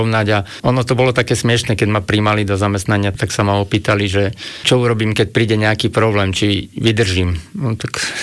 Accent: Spišská Nová Ves, Košice Region, Slovakia; ja som zo Spiskej Novej Vsi

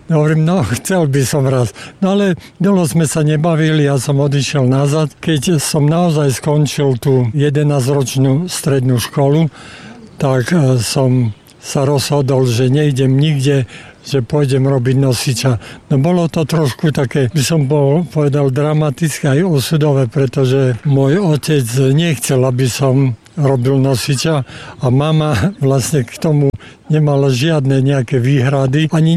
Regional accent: Kežmarok, Prešov Region, Slovakia; Narodil som sa v Kežmarku

